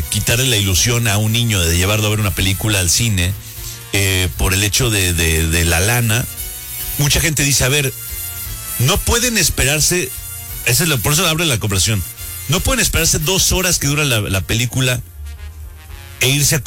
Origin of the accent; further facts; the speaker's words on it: Mexico; Así somos los mexicanos, es lo que dicen por acá.